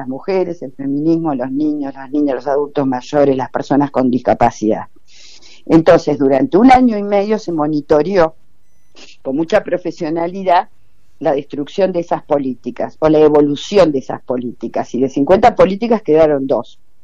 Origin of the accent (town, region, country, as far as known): Argentina